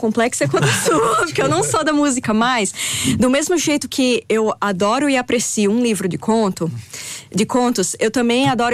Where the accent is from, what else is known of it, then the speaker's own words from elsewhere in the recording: Northeast Region, Brazil; do Nordeste do Brasil também, que é de onde eu sou.